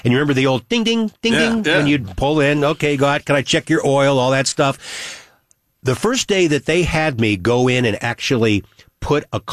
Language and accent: English; Florissant, Missouri, United States; also born or lived in Lake St. Louis; And I think about me growing up in Florissant in the 60s, and then our family moving out to this new place called Lake St. Louis in the 70s.